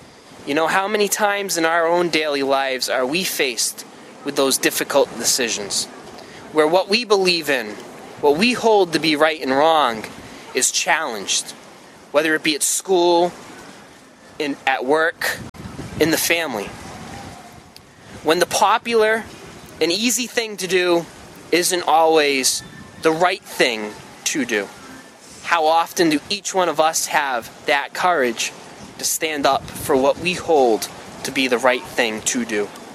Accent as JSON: {"language": "English", "town": "Freetown", "region": "Massachusetts", "country": "United States", "tie": "born or raised there", "said": "I am from Freetown, which is not too far away from here. So I've always kind of been in this area. But ironically, even though I grew up here"}